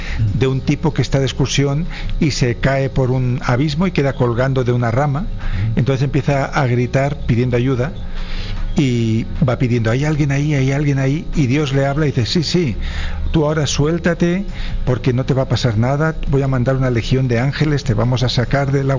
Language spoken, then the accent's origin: Spanish; Barcelona, Catalonia, Spain